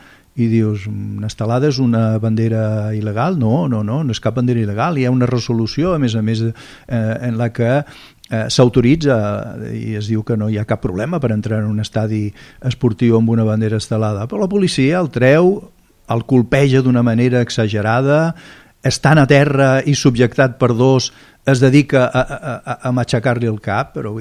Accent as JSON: {"language": "Catalan", "region": "Catalonia", "country": "Spain"}